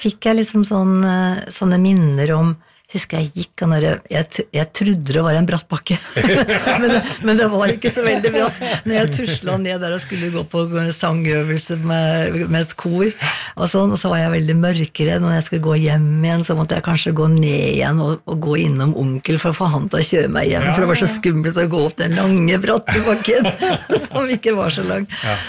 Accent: Skreia, Innlandet, Norway; now in Asker, Norway; Det er liksom Toten, altså Skreia, er liksom der jeg vokste opp, ikke sant? Så det er liksom røttene mine. Og så har jeg bodd nå i Asker, mye lenger da.

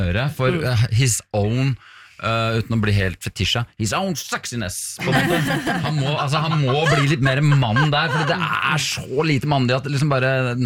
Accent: Hemsedal, Buskerud, Norway; jeg kommer jo fra Hemsedal, fra en gård hvor man holder på sånn.

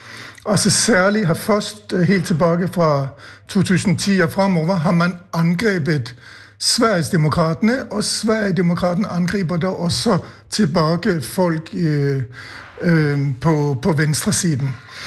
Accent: Denmark; now in Sweden; Samtidigt, jag kommer ju upprinnelse från Danmark

